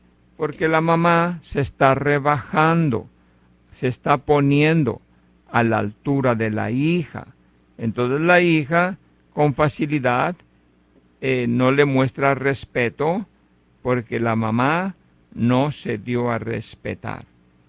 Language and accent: Spanish; Mexico; Para uno como mexicano, si mientras no esté uno con diabetes y eso el otro, todos los días nos gustaría comernos un pan.